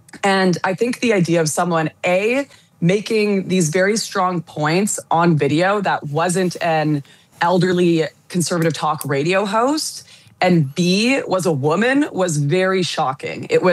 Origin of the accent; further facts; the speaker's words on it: Surrey, British Columbia, Canada; born there; I was born in Surrey, British Columbia, Canada, and I grew up a pretty regular working class background